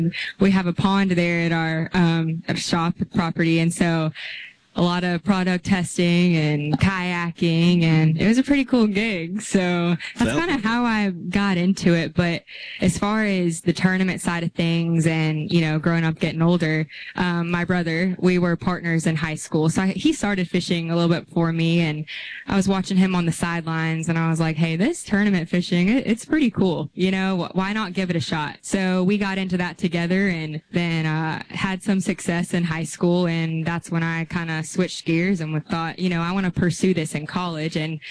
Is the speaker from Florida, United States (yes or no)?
no; Georgia, United States; So I'm originally from Georgia and grew up in the outdoor fishing industry.